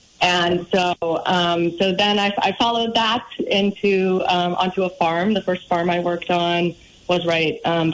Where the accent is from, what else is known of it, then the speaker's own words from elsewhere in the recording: Silver Spring, Maryland, United States; moved away as an adult; now in Vermont, United States; I moved to Vermont about 25 years ago. I came here from the Washington, D.C. area, from Silver Spring, Maryland, and came here to go to college.